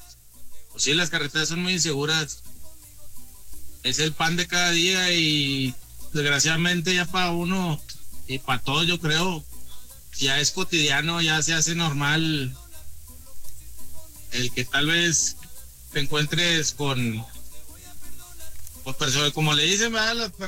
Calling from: Monterrey, Nuevo León, Mexico; yo soy de Monterrey.

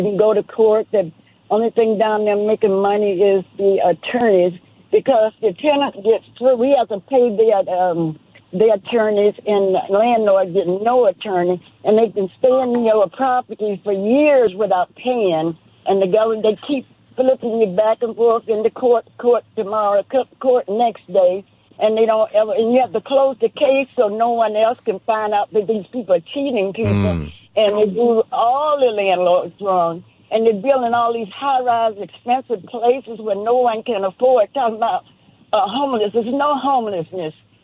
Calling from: Los Angeles, California, United States; I am from Los Angeles.

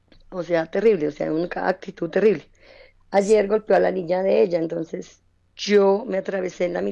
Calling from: Cajicá, Cundinamarca, Colombia; aquí donde vivo

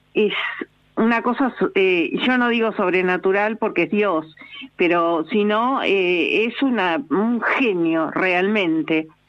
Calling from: Acassuso, Buenos Aires Province, Argentina; de Acasuso.

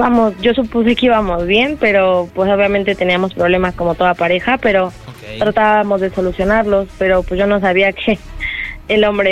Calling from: Venustiano Carranza, Mexico City, Mexico; De la Venustiano Carranza.

